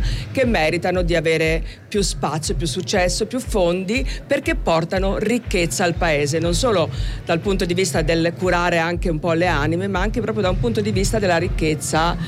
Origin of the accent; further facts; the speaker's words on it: Florence, Tuscany, Italy; Io sono di Firenze